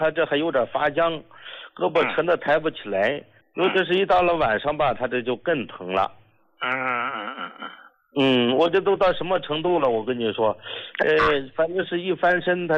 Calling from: Shandong, China; 我家是山东的

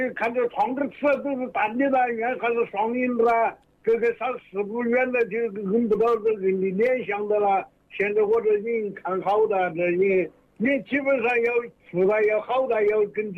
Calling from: Jingmen, Hubei, China; 我金门城关的。

